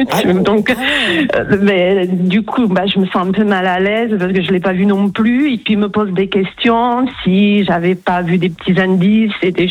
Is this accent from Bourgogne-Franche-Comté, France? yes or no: no; Toulouse, Occitanie, France; Alors, je suis de Toulouse, au soleil.